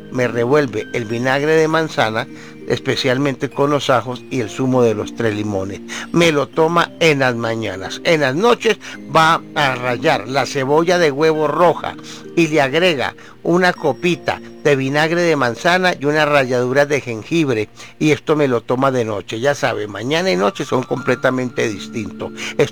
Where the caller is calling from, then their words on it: Saboyá, Boyacá, Colombia; soy del municipio de Saboyá, Boyacá.